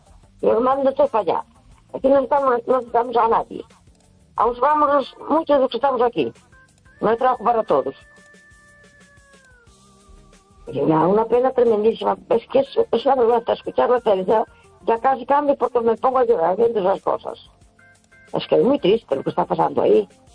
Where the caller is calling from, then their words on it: A Coruña, Galicia, Spain; de Coruña.